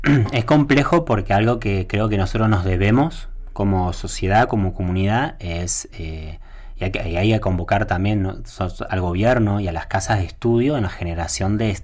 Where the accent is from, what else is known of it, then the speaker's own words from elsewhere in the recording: Santa Cruz, Argentina; nosotros tenemos un aspecto que no es menor en Santa Cruz, como el resto de la Patagonia, que es la migración